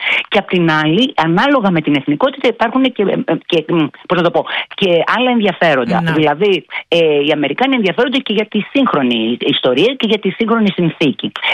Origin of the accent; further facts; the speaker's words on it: Turkey; Greek is a second language; λέγοντα ότι μιλάω πολύ καλά αυτή τη γλώσσα. Αν και είμαι Τουρκάλα.